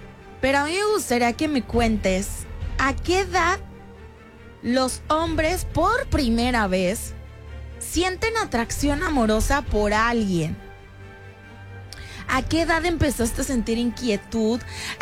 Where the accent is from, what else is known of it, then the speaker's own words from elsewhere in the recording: Mexico; los mexicanos nos vestimos como mexicanos